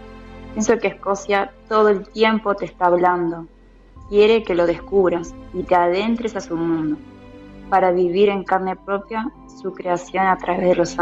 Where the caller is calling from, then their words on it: Argentina; de Argentina.